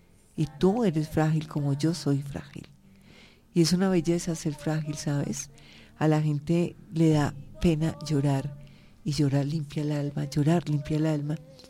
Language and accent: Spanish; Medellín, Antioquia, Colombia; moved away; yo soy de Medellín.